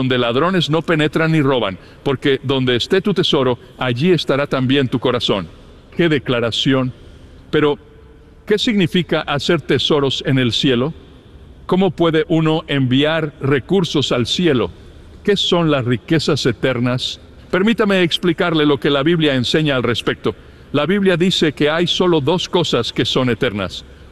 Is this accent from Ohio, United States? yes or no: yes; Toledo, Ohio, United States; born there; now in Southern California, United States; Nací en Toledo, Ohio, y vivo en el sur de California.